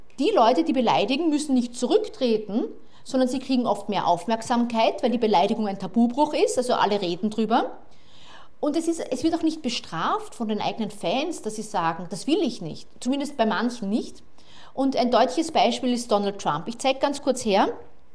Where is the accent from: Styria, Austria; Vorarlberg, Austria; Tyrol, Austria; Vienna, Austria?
Styria, Austria; Graz; moved away; Ich komme aus Graz ursprünglich.